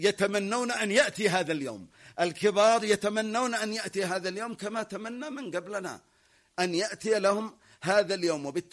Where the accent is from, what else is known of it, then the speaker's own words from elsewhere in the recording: Yemen; بالنسبة لنا كيمنيين